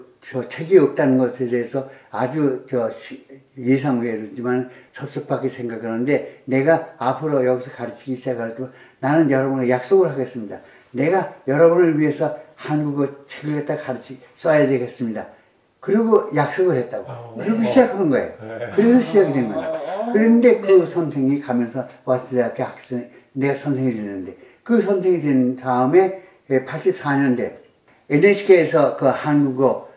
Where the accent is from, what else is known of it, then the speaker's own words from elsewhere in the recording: Seoul, South Korea; born there; 나 서울 태생인데